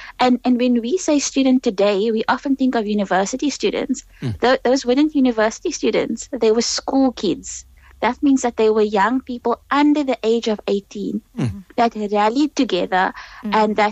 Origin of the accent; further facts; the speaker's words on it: South Africa; like growing up in South Africa